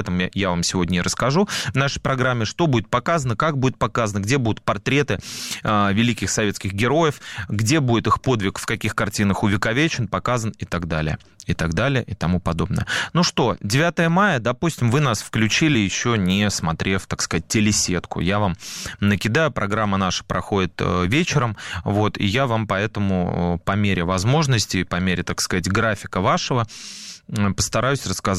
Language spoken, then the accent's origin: Russian; Saint Petersburg, Russia; я как ленинградец, как потомок людей, которые прошли блокаду, потомок людей, которые погибли